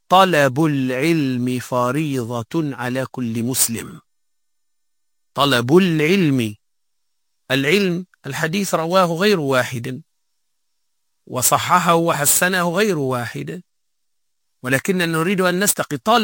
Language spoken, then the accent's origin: Arabic; Tunisia; احنا عندنا في تونس